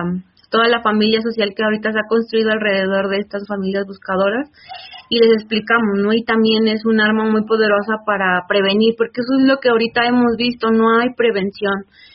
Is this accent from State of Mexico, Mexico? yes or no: yes; Ecatepec, State of Mexico, Mexico; Originarios de aquí del Estado de México, soy de aquí de Catepec, Estado de México.